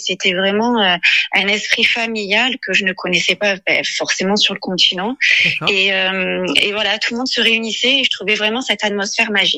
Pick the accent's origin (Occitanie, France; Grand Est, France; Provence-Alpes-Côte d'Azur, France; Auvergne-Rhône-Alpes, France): Provence-Alpes-Côte d'Azur, France; Marseille; now in Corsica, France; Voilà, donc je suis arrivée en Corse en 2004. Parce que je suis de Marseille de base, mais mes racines sont corses